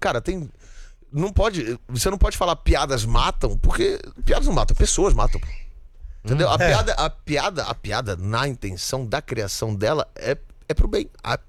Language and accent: Portuguese; Brasília, Federal District, Brazil; born there; accent: mixed Recife; Eu nasci em Brasília, porque meu pai é bancário. E aí eu e minha irmã nascemos em Brasília. Mas eu já ia pra Recife todas as férias, assim. Sempre tive família lá. Então meu sotaque ficou meio misturado.